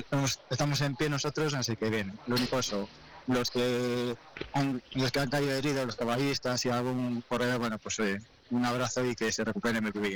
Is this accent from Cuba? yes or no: no; Laguna de Duero, Castile and León, Spain; mañana mismo ya empieza la fiesta de mi pueblo, en Laguna de Duero.